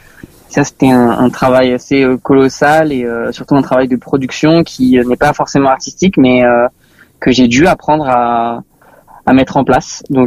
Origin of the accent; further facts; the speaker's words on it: Tremblay-en-France, Île-de-France, France; parce que moi je viens de Tremblay en France. C'était la plus grande salle de ma ville